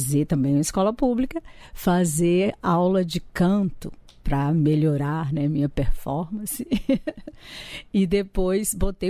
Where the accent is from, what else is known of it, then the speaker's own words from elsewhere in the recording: Brasília, Federal District, Brazil; Sou nascida em Brasília, essa é a minha relação com essa cidade, né? Eu nasci em Brasília, sou de uma família de mineiros. Minhas irmãs, meus pais, todos mineiros, eu fui a única desse meio aí que nasceu em Brasília.